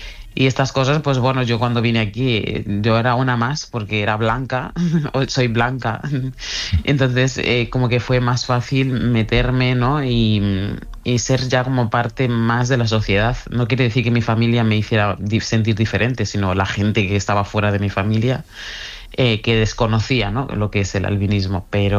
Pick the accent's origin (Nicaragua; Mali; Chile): Mali; moved away; cuando yo salí de Mali hace 15 años, las personas con albinismo pues éramos perseguidas